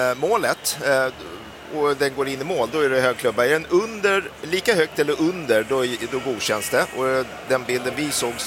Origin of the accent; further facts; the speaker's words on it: Tyresö, Stockholm County, Sweden; Vi hade, om man nu får säga det, Tyresö-mästerskapen där jag kommer ifrån.